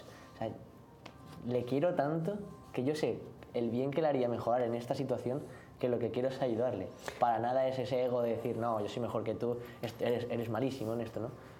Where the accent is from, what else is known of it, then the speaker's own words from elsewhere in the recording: Madrid, Community of Madrid, Spain; moved away as an adult; now in Miami, United States; Soy de Madrid, de España, ahí de la comunidad de Schoenstatt, allí de la juventud, y estoy aquí ayudando al padre y a la comunidad de Schoenstatt durante 6 meses